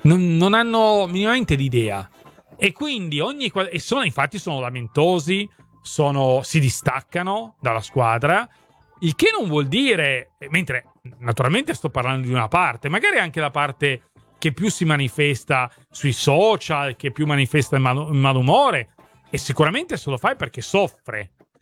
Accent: Turin, Piedmont, Italy; io sono di Torino, quindi se voglio vedere la Juve ci metto un quarto d'ora di macchina.

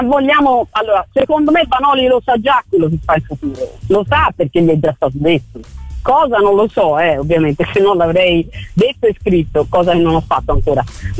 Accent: Florence, Tuscany, Italy; questo lo riconosco da fiorentina, siamo una città particolare

